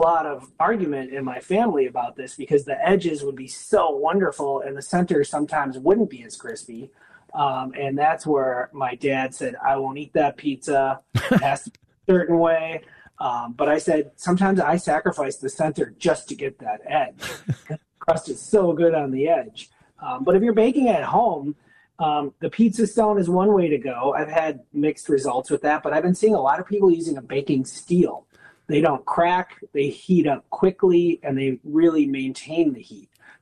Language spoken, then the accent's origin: English; Milwaukee, Wisconsin, United States; growing up in Milwaukee